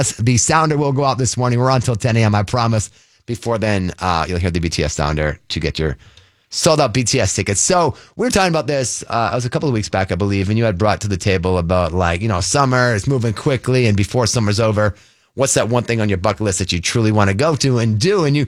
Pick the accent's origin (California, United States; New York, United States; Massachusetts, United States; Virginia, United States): Massachusetts, United States; Boston; because as a kid growing up in Boston, that was amazing for me to do.